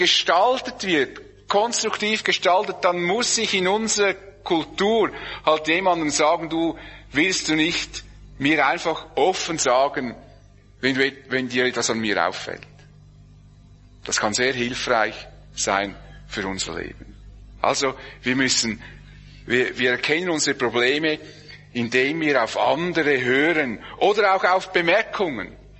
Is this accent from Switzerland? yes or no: yes; Switzerland; als Schweizer